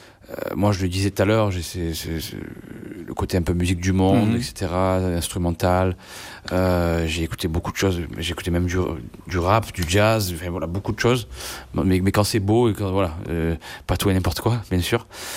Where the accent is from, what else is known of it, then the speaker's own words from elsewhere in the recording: Marseille, Provence-Alpes-Côte d'Azur, France; Je suis marseillais, d'origine arménienne, musicien.